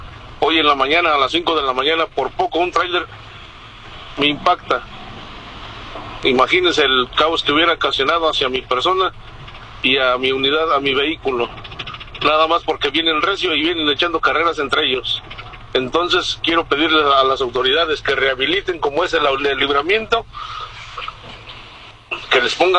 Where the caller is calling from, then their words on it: Atitalaquia, Hidalgo, Mexico; de Atitalaquia.